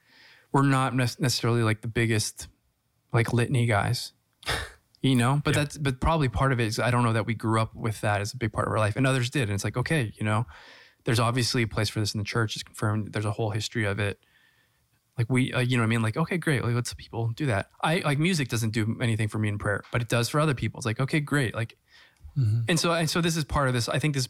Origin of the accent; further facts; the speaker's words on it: United States; I, as an American Catholic